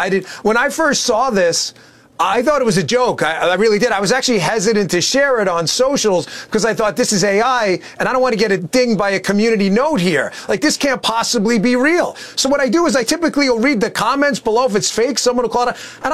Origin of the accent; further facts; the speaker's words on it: New York City, New York, United States; I grew up in Queens. I just grew up around that kind of language.